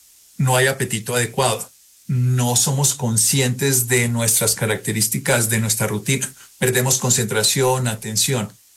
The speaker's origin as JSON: {"language": "Spanish", "country": "Colombia"}